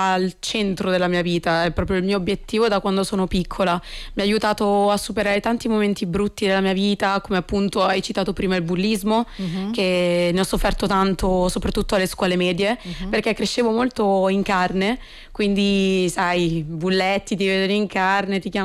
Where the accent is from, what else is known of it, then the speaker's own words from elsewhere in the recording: Rome, Lazio, Italy; born there; sono nata a Rocche, per carità, cioè la mia città natale assolutamente, però Cosenza ha qualcosa in più proprio di affettivo e di personale.